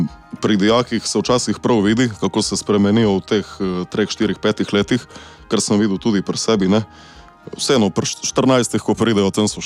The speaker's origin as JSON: {"language": "Slovenian", "town": "Vrbica", "region": "Littoral–Inner Carniola", "country": "Slovenia", "tie": "born or raised there", "said": "Ja, jaz prihajam iz Vrbice pri Ilirski Bistrici, kjer sem tudi zaključil osnovno šolo."}